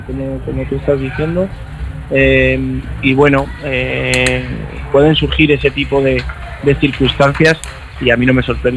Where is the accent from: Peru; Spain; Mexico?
Spain; Aranda de Duero, Castile and León; Yo soy morenito de Aranda, no soy morenito de Maracay. Soy de Burgos y es mi tierra